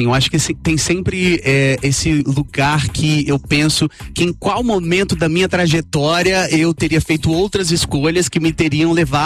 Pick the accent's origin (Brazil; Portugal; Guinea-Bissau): Brazil; Brasília, Federal District; Olha, eu saí da periferia de Brasília, sou da Quebrada, né? Eu sou da Samambaia Norte, que é um lugar, assim, que eu tenho muito carinho